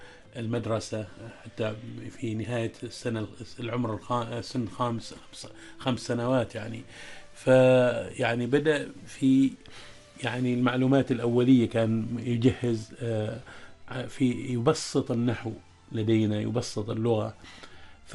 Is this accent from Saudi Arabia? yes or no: no; Ibra, North Ash Sharqiyah, Oman; أذكر من أساتذتي في أيام الصغر وأنا في قريتي، قرية الصباخ في ولاية إبرة،